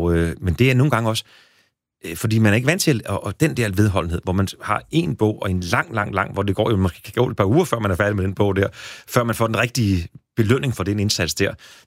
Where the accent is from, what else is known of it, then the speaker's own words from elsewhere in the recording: Næstved, Zealand, Denmark; da jeg var blevet konfirmeret, købte jeg et brugt stereoanlæg der hjemme på Kildemarksvej i Næstved.